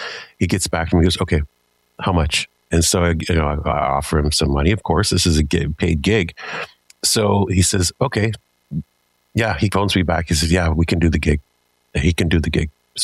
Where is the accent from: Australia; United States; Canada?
Canada; I'm from Forest First Nations.